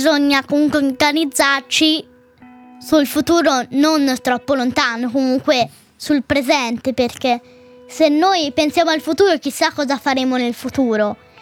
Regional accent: Carrara, Tuscany, Italy; Io sono di Carrara

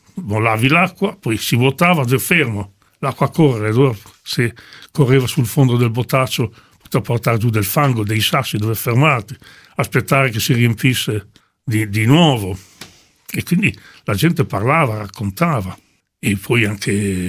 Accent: Modena, Emilia-Romagna, Italy; quando si ballava da ragazzini a Modena dicevamo andiamo a tangare, si ballava il tango all'italiana

